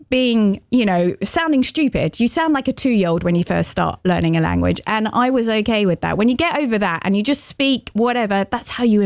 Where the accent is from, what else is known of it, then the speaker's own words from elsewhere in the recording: United Kingdom; I kind of write about like my misfortunes cooking for a French family, you know, as a British person.